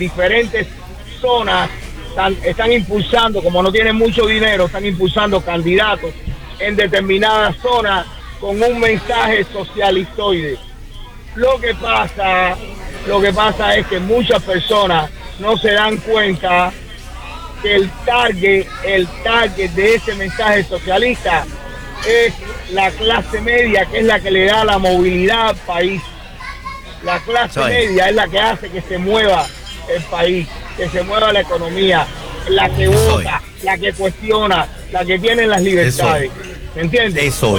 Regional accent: Cuba; moved away; No, yo vine de Cuba huyendo a la comunidad.

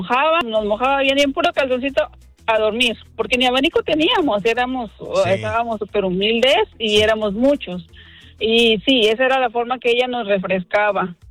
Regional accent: Tamaulipas, Mexico; Fíjate que soy de Tamaulipas.

